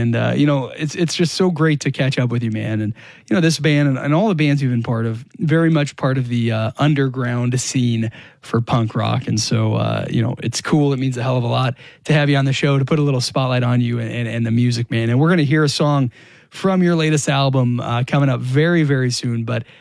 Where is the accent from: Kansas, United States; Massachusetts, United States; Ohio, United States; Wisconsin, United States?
Kansas, United States; I grew up in Northeast Kansas and, out, you know, near Kansas City.